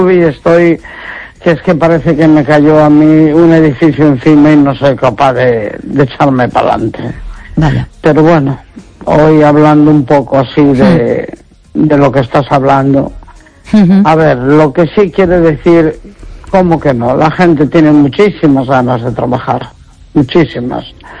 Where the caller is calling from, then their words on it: Neda, Galicia, Spain; Hola, buenas noches, Esther.